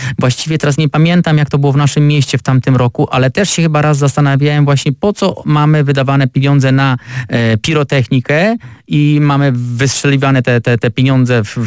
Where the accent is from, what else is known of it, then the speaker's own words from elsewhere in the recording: Opole Voivodeship, Poland; u nas na Opolszczyźnie